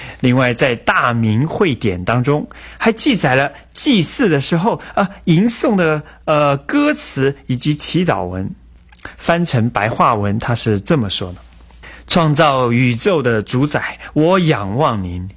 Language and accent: Chinese; China; 我们中国人也是亚当和诺亚的后代